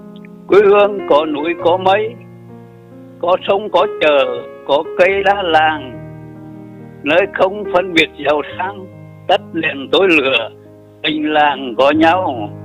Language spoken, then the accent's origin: Vietnamese; Nghệ An, Vietnam; moved away as an adult; Tôi quê sống bốn xã Trung Sơn, bây giờ là xã Thuận Trung, xã quê từ 1962.